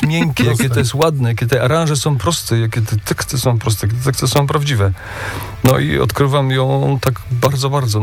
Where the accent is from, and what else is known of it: Katowice, Silesian Voivodeship, Poland; accent: Silesian